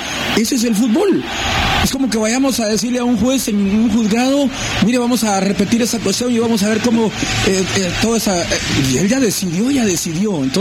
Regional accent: Mazatenango, Suchitepéquez, Guatemala; yo de niño estaba estudiando básico en Mazatenango y entrené con el equipo mayor del Deportivo Suchitepéquez

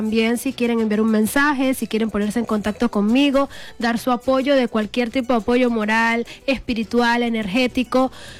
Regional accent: El Vigía, Mérida, Venezuela; El estado Mérida se caracteriza por ser muy extenso, pero principalmente vengo de la Puerta de los Andes, que es el municipio Alberto Adriani.

